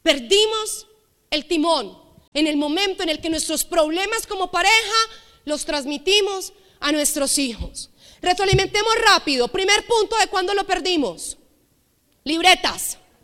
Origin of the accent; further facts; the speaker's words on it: Envigado, Antioquia, Colombia; nosotros somos de Medellín, específicamente de Envigado, Antioquia? Entonces, en la casa donde actualmente yo vivo, de hecho, es una casa de dos pisos.